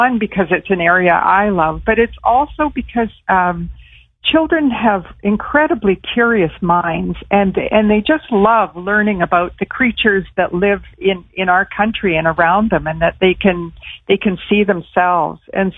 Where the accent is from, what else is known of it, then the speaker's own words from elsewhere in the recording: Moose Jaw, Saskatchewan, Canada; born there; Yes, I was born in Moose Jaw, Saskatchewan, and so were my parents, and so we have a lot of roots in Saskatchewan